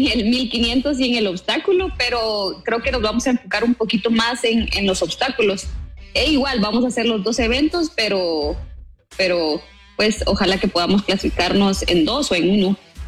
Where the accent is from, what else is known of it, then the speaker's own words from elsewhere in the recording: Santiago Sacatepéquez, Sacatepéquez, Guatemala; moved away as an adult; now in Guatemala City, Guatemala; Hay temporadas en las que me voy a Zacatepeques porque soy de Santiago, okay. Zacatepeques, entonces como que tipo diciembre me mantengo en mi casa entrenando, pero la mayor parte del tiempo me mantengo acá en la capital.